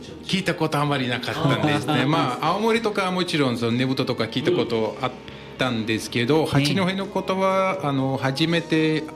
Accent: Turkey; Japanese is a second language; moved away as an adult; also born or lived in Tokyo / Saitama; now in Hachinohe, Japan; 私出身はトルコなんで、はい、でも日本に来たのは2018年になりまして、今年大体8年間ぐらいになってて、まあそれのそうですね、まあ、7年間ぐらいずっと東京と埼

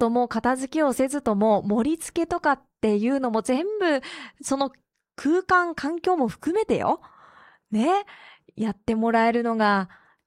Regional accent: Morioka, Iwate, Japan; moved away as an adult; now in Miyagi, Japan; 2人して地元は岩手の盛岡なので、そうすると内陸なのよ

